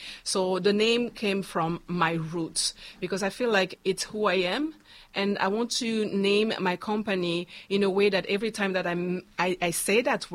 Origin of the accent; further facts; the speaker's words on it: DR Congo; first language Chiluba; English is a second language; moved away; Akula means talk or speak in Chiluba, which is my mother tongue. My country of origin is the Democratic Republic of the Congo. So I came, as you mentioned, in 2015.